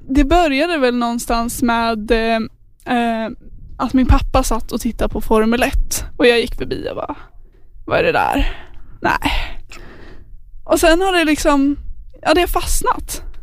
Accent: Trollhättan, Västra Götaland County, Sweden; och jag kommer från Trollhättan.

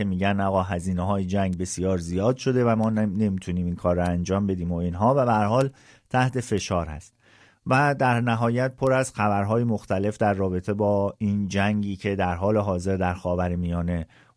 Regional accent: Iran; now in Gothenburg, Sweden

